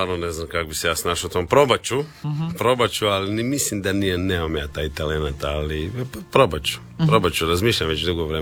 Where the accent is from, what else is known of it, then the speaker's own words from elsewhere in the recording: Pag, Zadar County, Croatia; Rodom sam ja sa Paga, a tamo u krugu Zadra, tu u Vrsima, baš imamo apartman